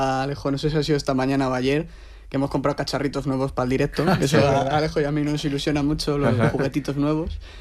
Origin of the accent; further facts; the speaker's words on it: Community of Madrid, Spain; Soy el único madrileño.